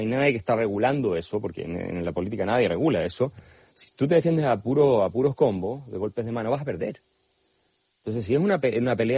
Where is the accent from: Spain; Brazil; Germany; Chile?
Germany; yo soy alemán